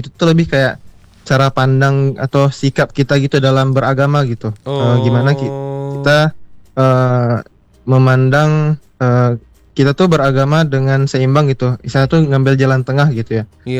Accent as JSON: {"language": "Indonesian", "region": "West Sumatra", "country": "Indonesia", "also_born_or_lived": "Bandung", "moved": "yes", "lives_now": "Karawang, Indonesia", "said": "saya aslinya dari ini, dari Sumatera Barat."}